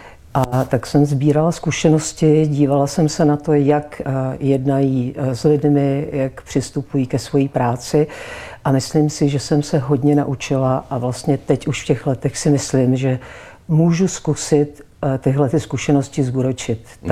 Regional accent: Česká Třebová, Pardubice Region, Czechia; now in Prague, Czech Republic; Jsem z České Třebové pocházím.

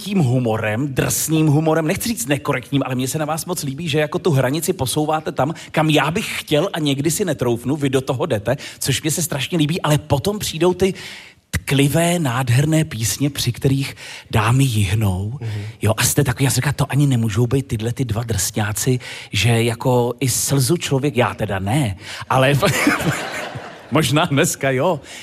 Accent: Sokolov, Karlovy Vary Region, Czechia; Ještě, že jsem ze Sokolova.

